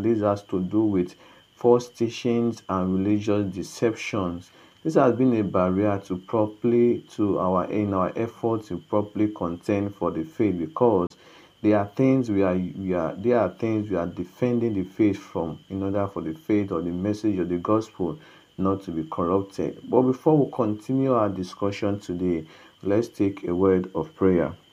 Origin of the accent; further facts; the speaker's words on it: Okada, Edo, Nigeria; from Okada Town, Edo State, Nigeria